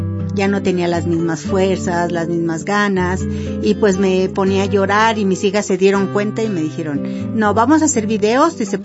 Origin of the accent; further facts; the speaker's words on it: Mexico; por eso yo me siento bien contenta y orgullosa de ser mexicana.